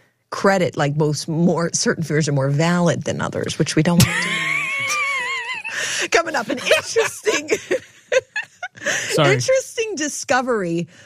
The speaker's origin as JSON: {"language": "English", "region": "Midwest", "country": "United States", "tie": "born or raised there", "said": "I grew up in the Midwest, so tornadoes were the thing that..."}